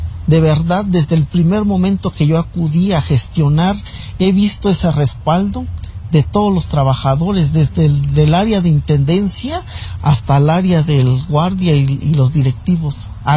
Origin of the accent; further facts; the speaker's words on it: Huehuetla, Hidalgo, Mexico; Soy del municipio de Huehuetla, Hidalgo.